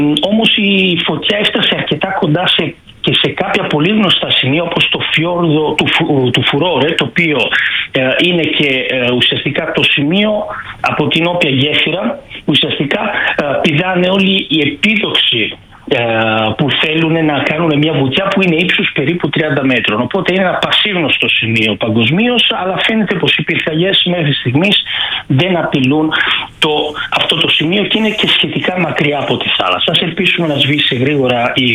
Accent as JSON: {"language": "Greek", "town": "Naples", "region": "Campania", "country": "Italy", "moved": "yes", "lives_now": "Milan, Italy", "said": "εγώ κατάγομαι από την Νάπολη μέρη"}